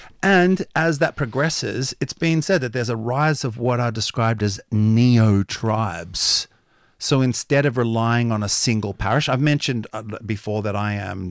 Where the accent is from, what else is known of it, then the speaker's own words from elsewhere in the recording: Australia; also born or lived in Rūātoki Valley, New Zealand; But I grew up here in Australia